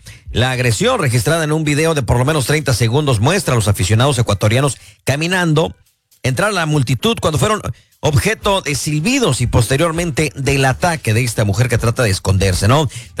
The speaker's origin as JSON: {"language": "Spanish", "country": "Mexico", "said": "Nosotros los mexicanos no somos así"}